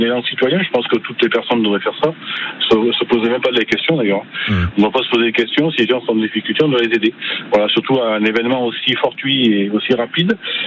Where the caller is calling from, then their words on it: Vielle-Saint-Girons, Nouvelle-Aquitaine, France; J'habite à Vielle-Saint-Giron. Mmh. Voilà, le bourg de Saint-Giron.